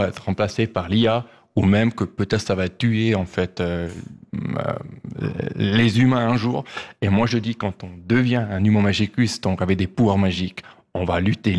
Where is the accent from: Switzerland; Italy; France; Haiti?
Switzerland; Je suis suisse-allemand